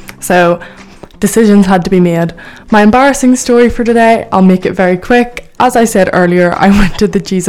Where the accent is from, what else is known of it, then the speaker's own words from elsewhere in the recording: Ireland; And being an Irish girl, I burn very easily